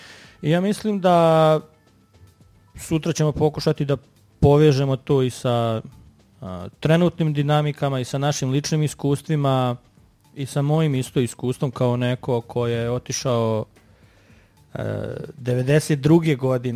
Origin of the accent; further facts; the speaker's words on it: Sarajevo, Federation of Bosnia and Herzegovina, Bosnia & Herzegovina; born there; ja sam rođen u Sarajevu, kasnije sam odrastao svugdje, negdje u izbjeglištvu sa roditeljima, pa sam se ponovo vratio u Bosnu i bio takozvano raseljeno lice.